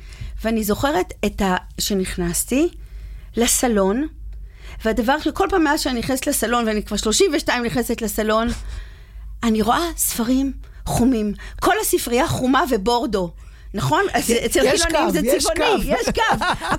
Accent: Ramat Gan, Tel Aviv District, Israel; אני דווקא מרמת גן קודם, אני מרמת גן

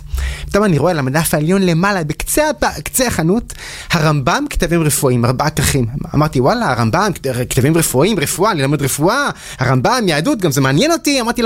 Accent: Haifa, Haifa District, Israel; אז גדלתי בחיפה, למדתי בבית ספר ריאלי בחיפה

